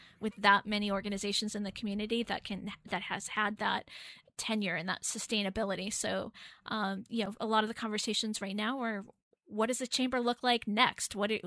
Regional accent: Londonderry, New Hampshire, United States; I grew up in Londonderry.

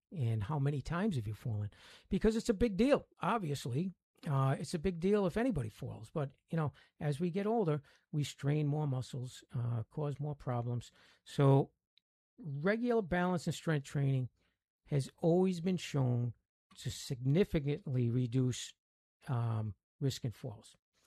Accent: Rhode Island, United States; accent: Rhode Island; Most of the time people just make fun of me because of my Rhode Island accent.

